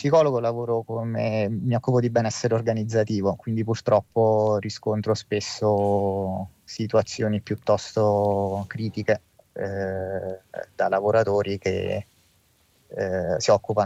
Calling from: Salerno, Campania, Italy; siamo da Salerno

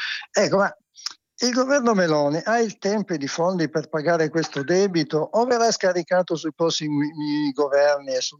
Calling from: Turin, Piedmont, Italy

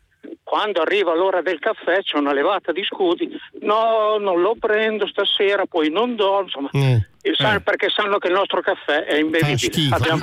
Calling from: Emilia-Romagna, Italy; noi che siamo emiliani

